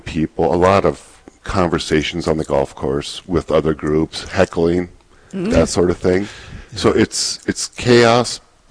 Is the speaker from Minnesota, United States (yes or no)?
no; Bismarck, North Dakota, United States; Born and raised in Bismarck.